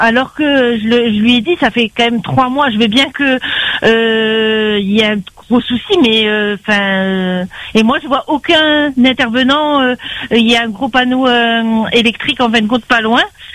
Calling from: Saint-Joseph, Réunion; j'habite à Saint-Joseph et ma rue où j'habite, pas loin, en fait, il n'y a pas du tout de lumière.

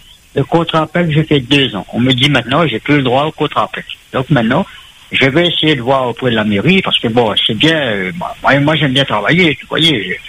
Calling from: Réunion; en tant que Français, en tant que Réunionnais

